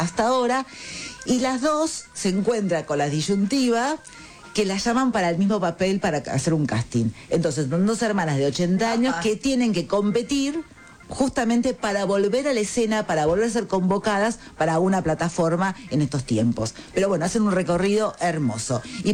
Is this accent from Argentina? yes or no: yes; Argentina